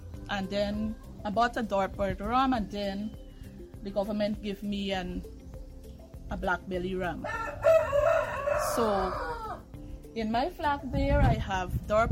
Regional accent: Mahaica-Berbice, Guyana; I'm from Lovely Lass, West Coast Corbis, Region 5. I'm a farmer who mind sheep

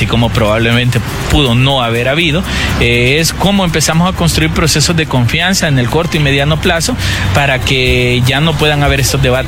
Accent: Honduras; como hondureños debemos reflexionar

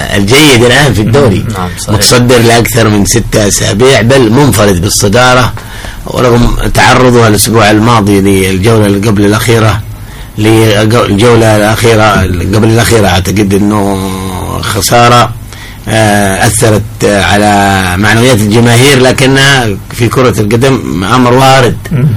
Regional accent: Hadramawt, Yemen; عندنا في حضرموت

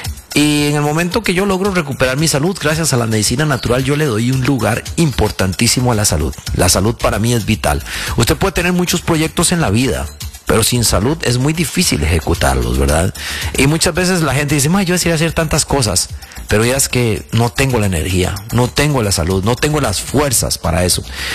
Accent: San José de la Montaña, Heredia, Costa Rica; born there; vengo allá de San José de la Montaña, en la mañana usted tenía frío

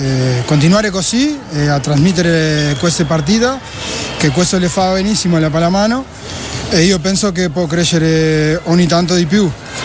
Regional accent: Canelones, Uruguay; Italian is a second language; vengo di Uruguay, di Canelones, vicino a Montevideo, che è la capitale.

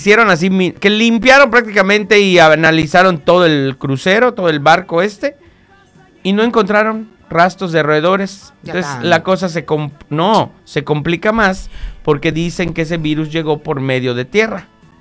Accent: Venezuela; Soy de Venezuela, fíjate.

